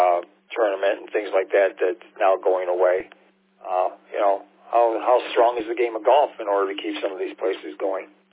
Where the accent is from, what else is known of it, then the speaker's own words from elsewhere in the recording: St. Clair Shores, Michigan, United States; me growing up in St. Clair Shores